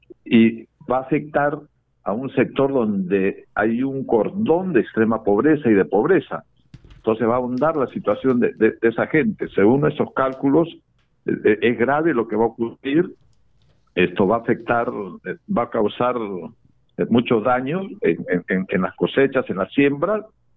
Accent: Camaná, Arequipa, Peru; yo soy de Arequipa, sí, de la zona de Camaná.

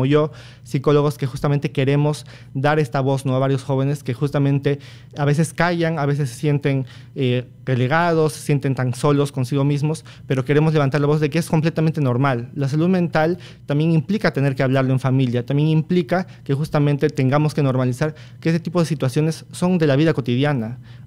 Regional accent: Peru; muchos de nosotros como peruanos.

